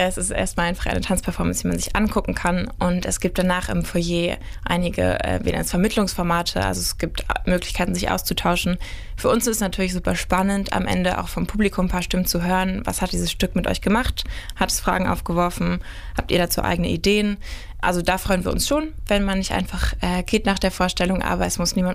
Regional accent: Dresden, Saxony, Germany; moved away as an adult; now in Hildesheim, Germany; Ich komme ursprünglich aus Dresden, habe da ganz lange am Konservatorium trainiert und bin dann nach Hildesheim gekommen für Kulturwissenschaften fürs Studium.

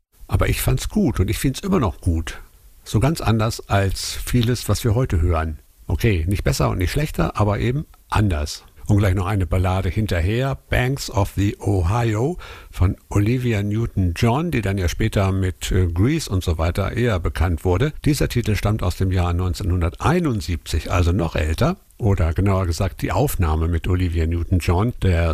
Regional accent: Hildesheim, Lower Saxony, Germany; born there; ich bin damals in Hildesheim zur Schule gegangen

